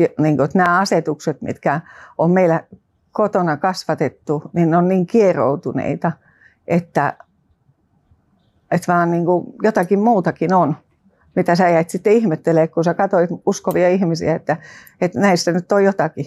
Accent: Lahti, Päijät-Häme, Finland; now in Tampere, Finland; Mä oon Tampereelta, kotoisin Lahdesta. Tai mun vanhemmat ja veljet ja siskot asuu siellä ja mä oon asunut Tampereella parikymmentä vuotta.

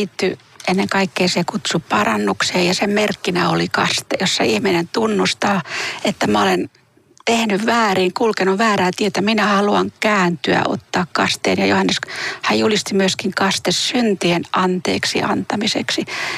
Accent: Kotka, Kymenlaakso, Finland; moved away; Kotkassa, josta mä oon kotoisin

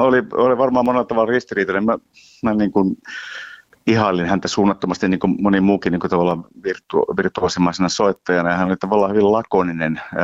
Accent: Oravikoski, North Savo, Finland; mä kärsin itsekin siitä, että mä tulin niin kuin Oravikosken Kaivoskylältä tuommoiseen ammattilaisbändiin

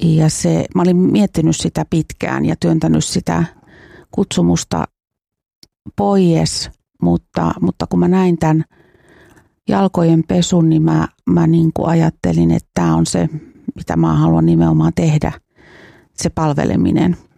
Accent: Pornainen, Uusimaa, Finland; koska mä olen kuitenkin kesälaukkoskilainen.

